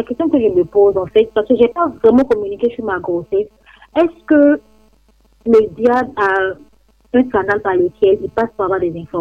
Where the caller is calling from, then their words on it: Abidjan, Côte d’Ivoire; Je vous appelle de Rivera 2